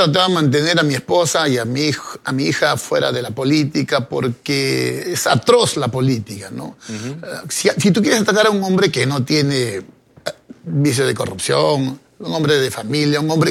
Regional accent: Comas, Lima, Peru; Yo nací en Coyique, en Comas, en la tercera zona.

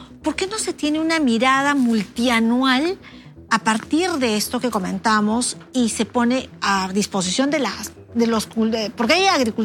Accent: Arequipa, Peru; Yo soy arequipeña.

